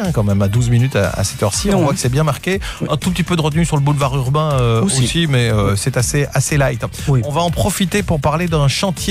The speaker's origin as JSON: {"language": "French", "region": "Wallonia", "country": "Belgium", "said": "Le Club Med qui recrute actuellement chez nous en Wallonie."}